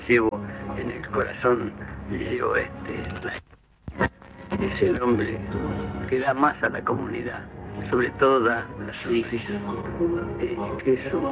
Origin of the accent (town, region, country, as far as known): Montevideo, Uruguay; born or raised there